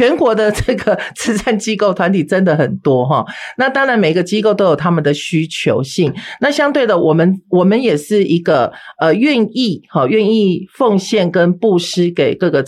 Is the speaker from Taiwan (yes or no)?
yes; Taiwan; 我父母都是外省人，都是外省，都是大陆人哈。好，那我是出生在台湾的外省的第二代。那么我们从小从出生在正宣村里面是没有在拿香拜拜的啊